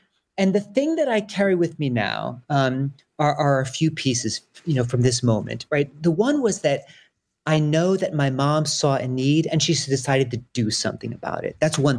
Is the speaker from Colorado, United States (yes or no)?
no; Philadelphia, Pennsylvania, United States; I grew up in Philadelphia, and if folks know it, in the Germantown neighborhood.